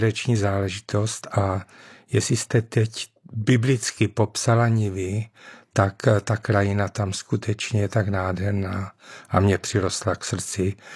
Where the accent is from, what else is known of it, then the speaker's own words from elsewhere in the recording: Opava, Moravian-Silesian Region, Czechia; moved away as an adult; also born or lived in Prague; now in Olomouc, Czech Republic; No, já jsem z Olomouce, ale není to moje rodiště. Původem jsem z Opavy, pak jsem byl 5 let v Praze, no a nakonec se přiženil do Olomouce, kde bydlím už několik dekád.